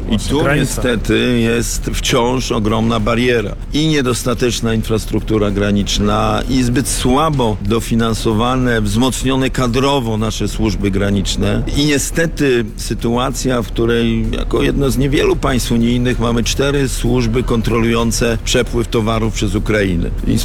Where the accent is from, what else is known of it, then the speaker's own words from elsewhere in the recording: Szczecin, West Pomeranian Voivodeship, Poland; My ze Szczecina mamy blisko do niemieckich autostrad i do Berlina